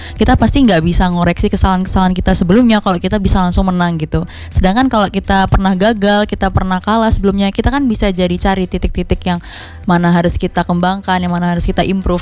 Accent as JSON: {"language": "Indonesian", "town": "Ngawi", "region": "East Java", "country": "Indonesia", "said": "Karena aku kebetulan juga orang Ngawi."}